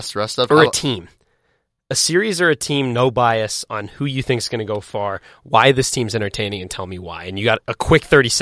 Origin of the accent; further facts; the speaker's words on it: Colorado, United States; now in Ithaca, United States; Well, I'm from Colorado. This is where I'll pull out the Colorado nativism here.